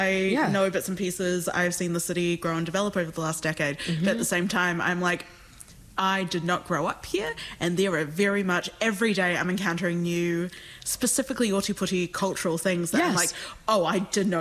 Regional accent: Christchurch, Canterbury, New Zealand; I'm from Christchurch, yeah. and I grew up there. And when I was 12 is when the earthquakes hit for the first time.

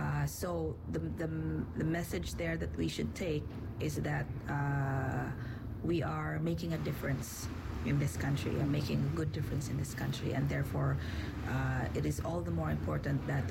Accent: Philippines; we have the opportunity at this time, we as the Filipino community, to really be agents of change.

